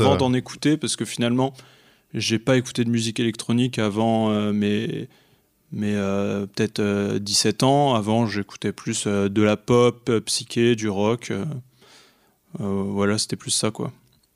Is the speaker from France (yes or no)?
yes; Reims, Grand Est, France; moved away as an adult; now in Paris, France; je viens de Reims